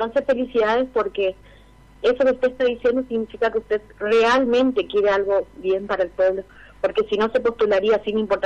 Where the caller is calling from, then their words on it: Resistencia, Chaco, Argentina; Yo soy de Villa Río Negro.